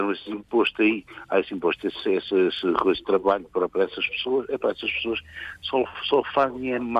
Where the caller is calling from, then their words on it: Azeitão, Setúbal, Portugal; Eu sou daqui da zona da Azeitão.